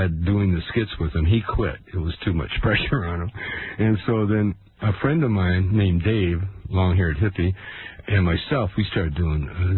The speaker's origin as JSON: {"language": "English", "country": "Canada", "said": "I'm Canadian."}